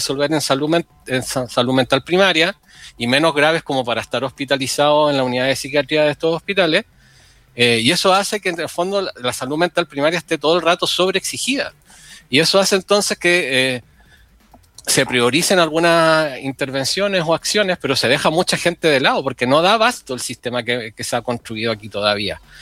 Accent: Santiago, Santiago Metropolitan Region, Chile; moved away as an adult; Por ejemplo, yo vengo de Santiago. Yo me vine a trabajar acá en la universidad

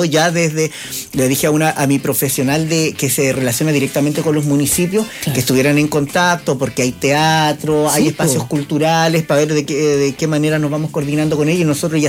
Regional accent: Monte Patria, Coquimbo, Chile; yo soy de Montepatria.

